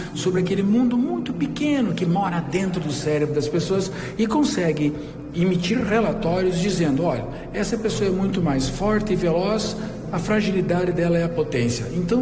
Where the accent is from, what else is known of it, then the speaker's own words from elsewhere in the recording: Herval d'Oeste, Santa Catarina, Brazil; nós somos nascidos em Ervaldo Oeste, estudamos em Ervaldo Oeste